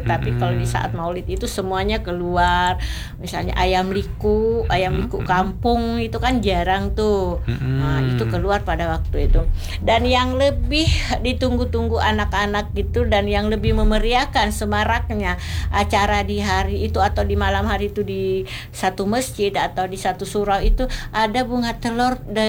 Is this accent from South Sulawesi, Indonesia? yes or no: yes; South Sulawesi, Indonesia; Adapun beberapa saya lihat itu kebiasaan orang kita Bugis tradisinya